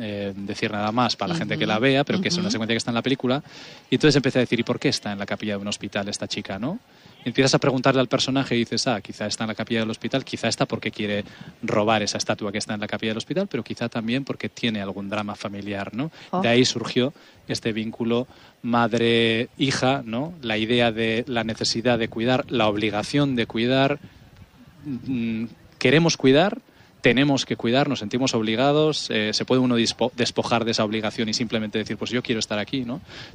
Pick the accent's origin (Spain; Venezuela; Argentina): Spain; San Sebastián, Basque Country; Yo soy nacido, crecido en esta ciudad. O sea, que soy de aquí. Ellos saben que yo soy vasco, que soy donostiarra.